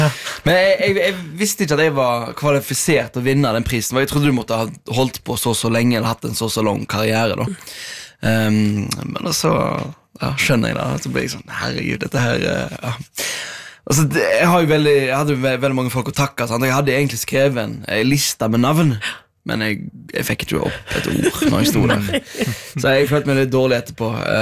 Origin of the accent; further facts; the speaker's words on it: Stord, Vestland, Norway; now in Oslo, Norway; Jeg var hjemme på Stord.